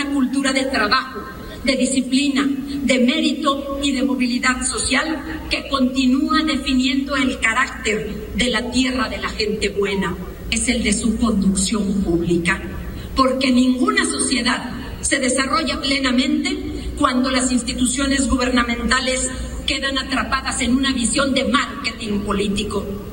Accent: Aguascalientes, Mexico

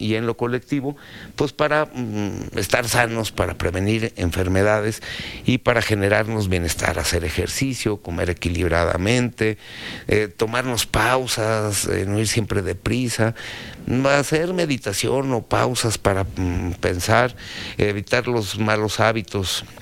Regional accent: Mexico

